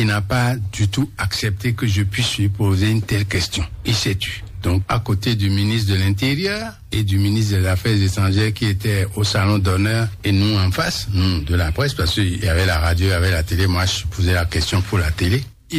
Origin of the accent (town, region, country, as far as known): Benin